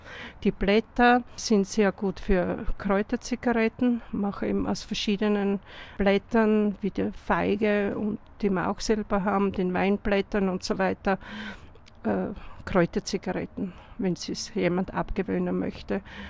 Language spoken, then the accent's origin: German; St. Anna am Aigen, Styria, Austria; weil ich komme auch aus Jam bei St. Anna am Aigen.